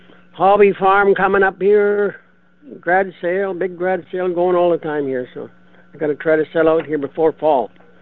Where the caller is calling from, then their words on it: Manitoba, Canada; I'm calling from a cloudy Interlake.